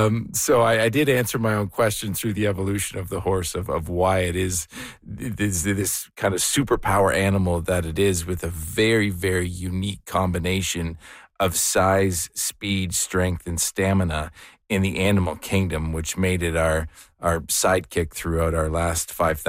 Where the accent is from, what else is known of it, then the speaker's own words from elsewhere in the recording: Sarnia, Ontario, Canada; also born or lived in Hamilton; So I'm from Canada originally. I'm from born in Hamilton and raised in Sarnia, Ontario.